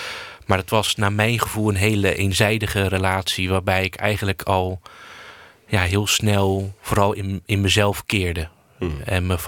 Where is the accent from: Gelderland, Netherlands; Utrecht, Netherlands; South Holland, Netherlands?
South Holland, Netherlands; Alblasserdam; now in Zegge, Netherlands; Ik ben opgegroeid in Alblasserdam. Dat is een dorpje bij Dordrecht. Zwaar gereformeerd dorpje. Ik heb daar op een christelijke basisschool gezeten.